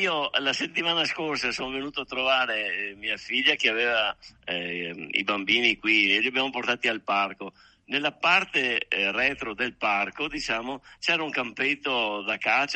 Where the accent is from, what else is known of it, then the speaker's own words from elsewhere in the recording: Veneto, Italy; noi siamo veneti